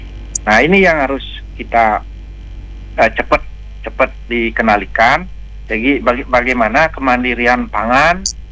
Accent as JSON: {"language": "Indonesian", "region": "Bali", "country": "Indonesia", "said": "Saya sendiri warga Badung"}